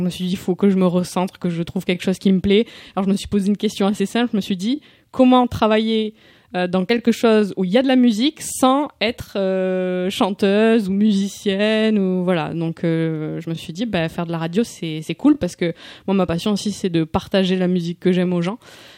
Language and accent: French; Occitanie, France; born there; moved away as an adult; also born or lived in Toulouse; Moi, je suis née en Ariège, je suis pas d'ici. Bon, c'est pas très loin quand même, hein.